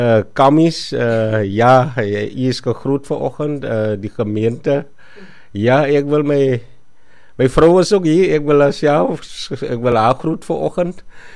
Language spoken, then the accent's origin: Afrikaans; Friemersheim, Western Cape, South Africa; ek is 'n ouderling van die AGS, Parkdien. En ja, ek kom daar van Vriemersheim, Sorgfontein, Grootbrakse wêreld.